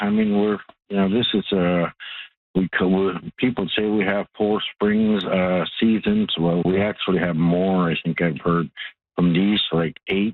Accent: Cape Parry, Northwest Territories, Canada; born there; I was born in Cape Parry, and you know, all that land around between here and there is part of our heritage and culture.

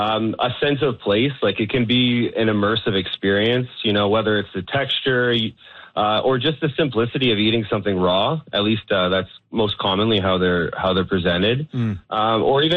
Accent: Toronto, Ontario, Canada; I grew up in Ontario, in Toronto

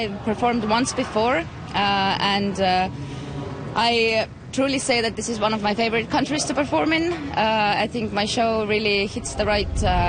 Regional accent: Estonia; I'm a circus performer and a street performer, and I come from Estonia.

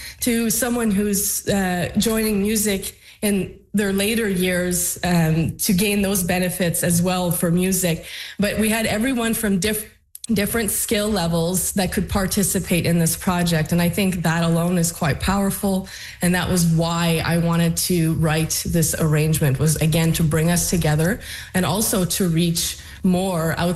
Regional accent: Chapleau, Ontario, Canada; So I grew up in Shaplow. I am from a musical family

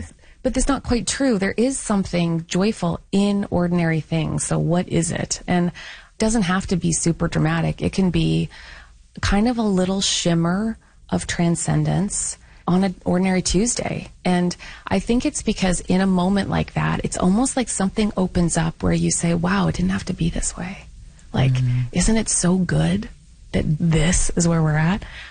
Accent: Canada; now in North Carolina, United States

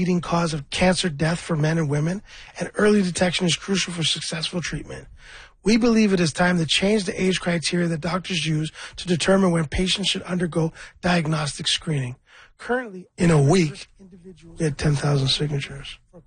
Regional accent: Scarborough, Ontario, Canada; I'm from Scarborough. I'm a rapper.

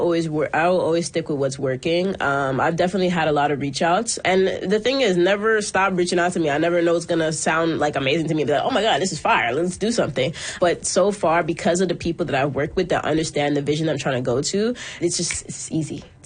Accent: Toronto, Ontario, Canada; I'm from Toronto.

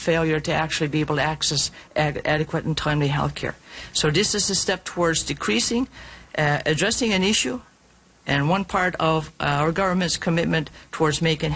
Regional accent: Makkovik, Newfoundland and Labrador, Canada; As an Indigenous woman, I grew up in Mackovic in Northern Labrador.

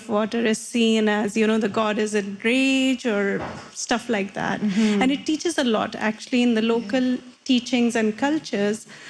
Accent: India; like I come from India, and in India, water is, it's treated as a goddess.

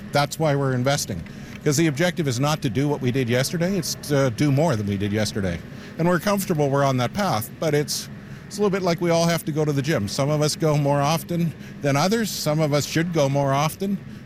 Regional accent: Canada; I think as a Canadian, there's been a lot of discussion about changes in the world and how we establish our place in the world

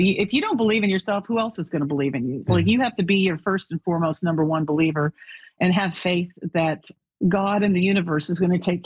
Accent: Canada; Being Canadian, it is a huge part of my ide

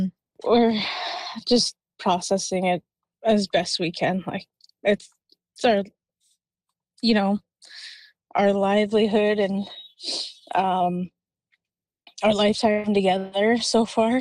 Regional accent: Penticton, British Columbia, Canada; I'm originally from Penticton, and my home community is Penticton Indian Band, and my partner's home community is Okanagan Indian Band.

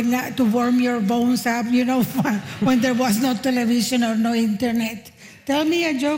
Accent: Quebec, Canada; English is a second language; now in Toronto, Canada; Like I grew up in Quebec. I started doing comedy in Montreal. Mm-hmm. I was an allophone. Yeah. Yeah, because I wasn't either English nor French.

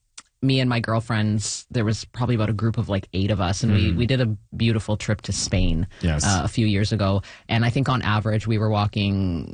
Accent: Canada; I'm Canadian.

